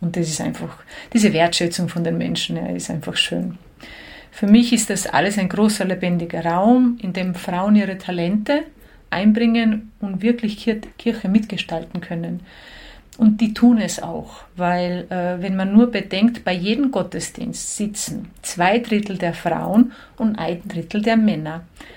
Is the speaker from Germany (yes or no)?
no; Đakovo, Osijek-Baranja County, Croatia; Genau in Jakowo, in meinem Heimatort, ist ja das älteste Lipizzanergestüt der Welt. Und da bin ich täglich reiten gegangen. Und ich sage auch, in der Kriegszeit, wo ich in der Schule war und so, war ich jeden Tag am im Reitgestüt.